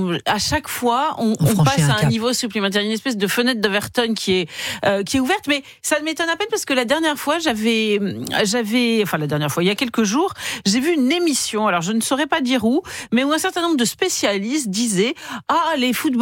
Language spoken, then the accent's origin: French; France; Moi, je parle en tant que Française, je me sens insultée.